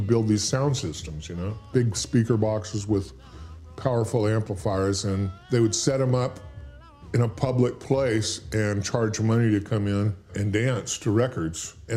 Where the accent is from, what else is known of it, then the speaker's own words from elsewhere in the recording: Louisiana, United States; anytime they would hear that I was from Louisiana